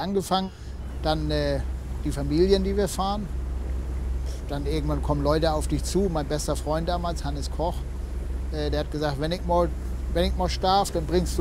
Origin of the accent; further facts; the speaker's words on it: Hooge, Schleswig-Holstein, Germany; Ich bin am Wallihoge aufgewachsen, da drüben ja. Die einzelnen Warften können wir da sehen.